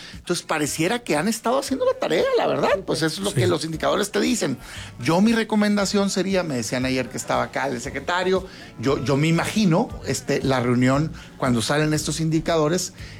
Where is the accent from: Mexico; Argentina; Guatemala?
Mexico